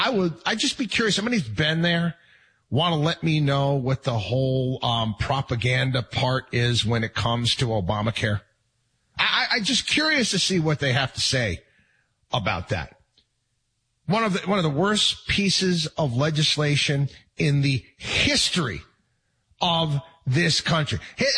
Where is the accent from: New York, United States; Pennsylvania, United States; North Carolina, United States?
New York, United States; I'm sorry. I grew up in New York. And there's a lot of government buildings in the state of New York that are just plain ugly.